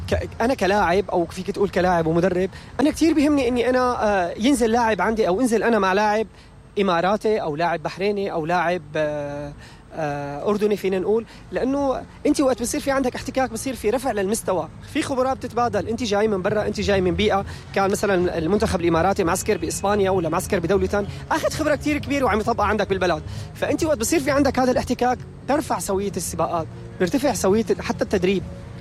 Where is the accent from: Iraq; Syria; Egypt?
Syria; فهذا الشيء كتير بيفرحنا نحن كسوريين،